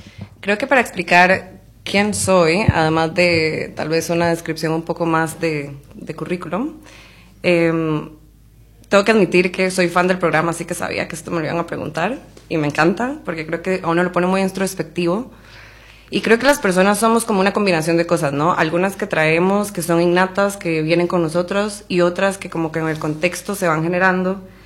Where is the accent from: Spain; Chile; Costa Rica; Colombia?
Costa Rica; Alajuela; born there; also born or lived in Monteverde, Costa Rica; Yo nací en Alajuela